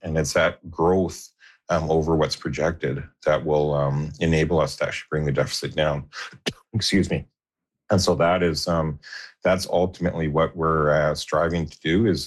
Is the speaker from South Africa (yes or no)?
no; Kamloops, British Columbia, Canada; I think it's because I'm from the Kamloops area and I have that interior pragmatism and common sense to me